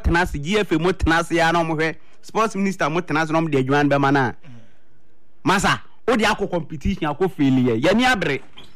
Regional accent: Ghana; Aren't we shame? Are we not ashamed as a Ghanaian?

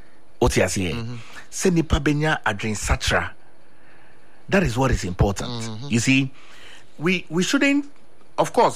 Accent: Accra, Greater Accra, Ghana; You see, me, I grew up in Bema Camp.

